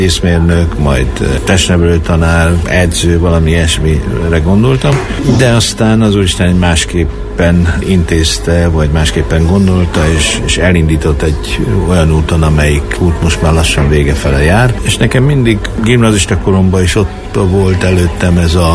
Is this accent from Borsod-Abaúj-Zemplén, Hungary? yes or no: yes; Bükkaranyos, Borsod-Abaúj-Zemplén, Hungary; Ha nem is a Bükkbe, de a Bükk alján, Bükk Aranyos nevű településen nőttem fel, nőttem fel valóban lelkész családban